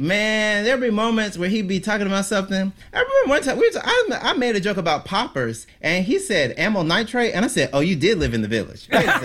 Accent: Mississippi, United States; I love performing in the South. I'm from Mississippi.

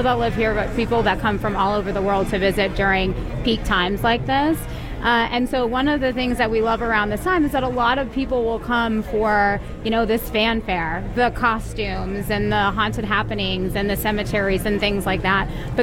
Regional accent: Swampscott, Massachusetts, United States; I'm originally from Swampscott, we moved back in 2013

